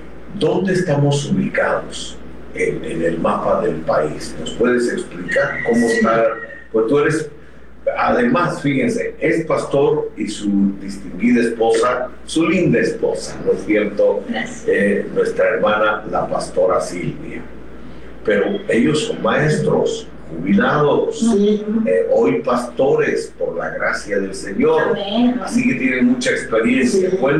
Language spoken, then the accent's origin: Spanish; Mexico; born there; Acapulco, todos los que nacimos en México, no sé quién no conoce Acapulco